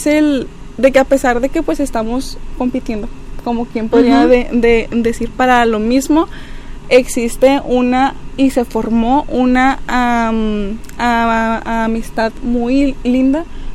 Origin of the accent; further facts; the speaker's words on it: Villa de las Esperanzas, Coahuila, Mexico; soy originaria de Villa de las Esperanzas